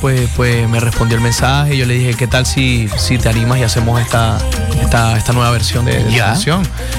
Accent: Mérida, Venezuela; Yo vengo de Mérida, Venezuela. Ajá. Y en Venezuela, justo en el sector donde yo vivía, en Mérida, que es donde inicia la cordillera de los Andes

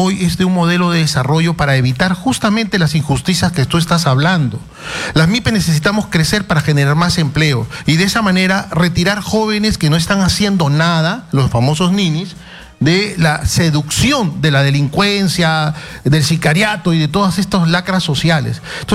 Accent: Peru

